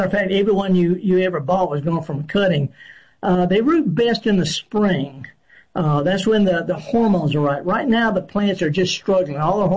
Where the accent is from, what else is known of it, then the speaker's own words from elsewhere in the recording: Mississippi, United States; I'm from the Delta